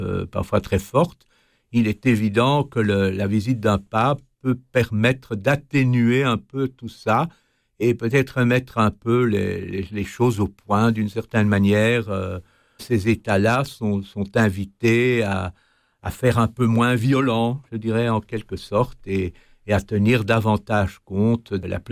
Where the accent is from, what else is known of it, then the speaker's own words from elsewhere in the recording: Belgium; chez nous en Belgique